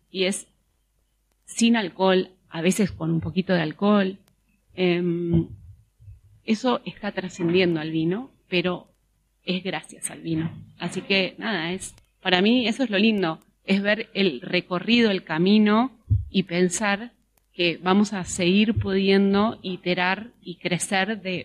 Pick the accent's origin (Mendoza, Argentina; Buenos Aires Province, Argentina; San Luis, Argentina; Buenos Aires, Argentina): Mendoza, Argentina; yo soy muy fan de Mendoza y arraigada de Mendoza